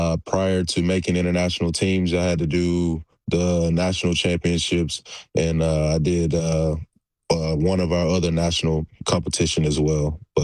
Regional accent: Lincoln, Georgia, United States; now in Houston, United States; I'm from Lincoln, Georgia.

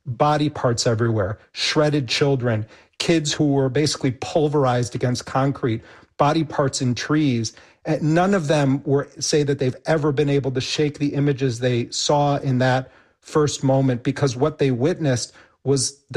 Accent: United States; especially because we're American

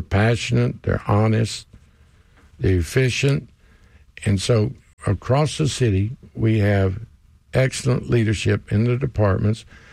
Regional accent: Houston, Texas, United States; I grew up in Houston.

